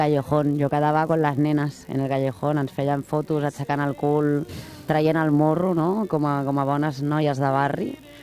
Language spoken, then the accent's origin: Catalan; Barcelona, Catalonia, Spain; Soc patrimoni de Sant Antoni, sí, sí.